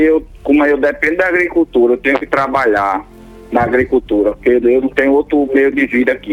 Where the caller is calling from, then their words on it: Lagoa de Pedras, Rio Grande do Norte, Brazil; Eu falo da zona rural, município Lagoa de Pedra, Rio Grande do Norte.